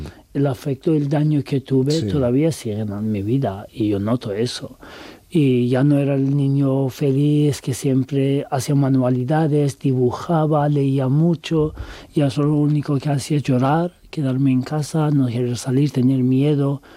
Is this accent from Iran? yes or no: yes; Tehran, Tehran Province, Iran; Spanish is a second language; yo crecí en Teherán, los años en infancia mi familia mudaron a Teherán, pero nunca tuve el valor de volver y vivir ahí